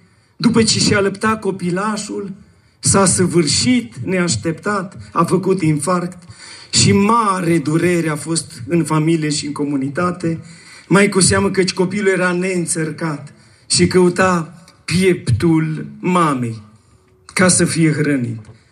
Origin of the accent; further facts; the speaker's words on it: Spermezeu, Bistrița-Năsăud, Romania; moved away; eu sunt din Spermezeu, din județul Bistrița Năsăud.